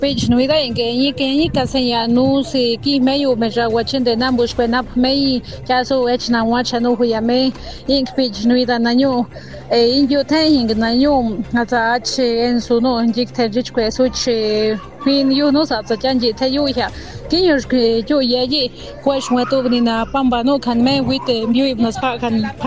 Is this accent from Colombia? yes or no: yes; Colombia; como ciudadano, como colombianos